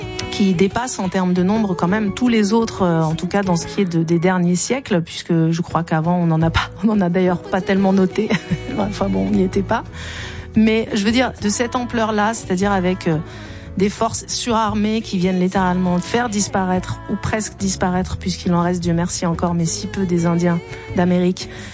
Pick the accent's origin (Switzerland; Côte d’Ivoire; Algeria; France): Algeria